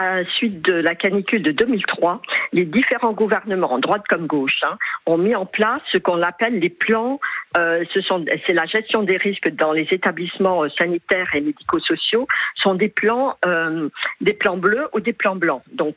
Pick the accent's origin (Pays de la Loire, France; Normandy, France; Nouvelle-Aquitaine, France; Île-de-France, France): Île-de-France, France; j'ai fait la province comme Paris, comme l'Île-de-France, puisque je suis des Hauts-de-Seine